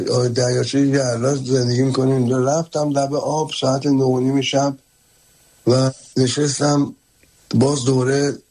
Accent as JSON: {"language": "Persian", "town": "Tehran", "region": "Tehran Province", "country": "Iran", "tie": "born there", "said": "من در یک محله متولد شدم در تهران 400 دستگاه که فوتبال خیز بود،"}